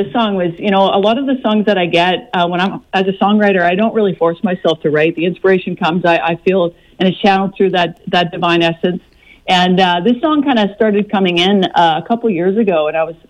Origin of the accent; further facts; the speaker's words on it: Saskatchewan, Canada; I was a country girl, part of prairie girl. I grew up actually in the southwest corner of Saskatchewan near a town called Lancer.